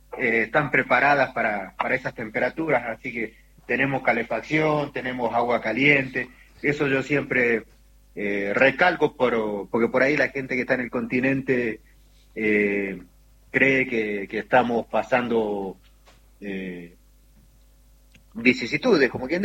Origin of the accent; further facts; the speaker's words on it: Trelew, Chubut, Argentina; moved away as an adult; now in Antarctica; De Trelew, Chubut, sí.